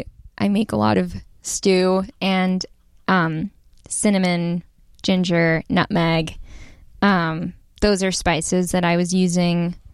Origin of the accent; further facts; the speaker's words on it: Topanga Canyon, California, United States; I grew up in Topanga Canyon